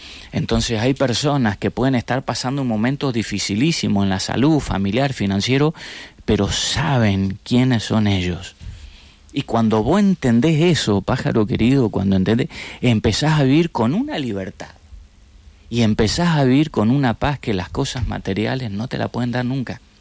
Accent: Chaco, Argentina; a Chaco, mi tierra natal

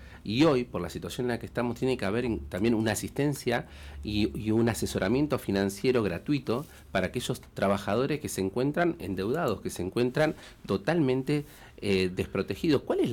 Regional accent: Caleta Olivia, Santa Cruz, Argentina; born there; yo que soy nacido en Caleta

